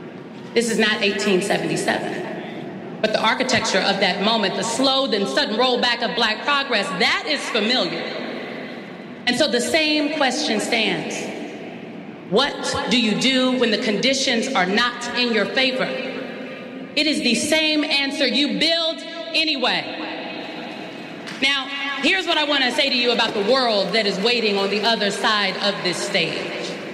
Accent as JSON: {"language": "English", "town": "Omaha", "region": "Nebraska", "country": "United States", "tie": "born or raised there", "said": "You see, I grew up in North Omaha, Nebraska."}